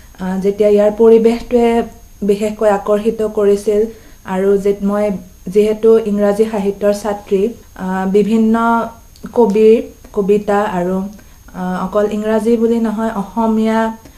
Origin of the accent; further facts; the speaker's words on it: Guwahati, Assam, India; মোৰ জন্ম গুৱাহাটীত হৈছে আৰু শিক্ষাও গুৱাহাটীতে।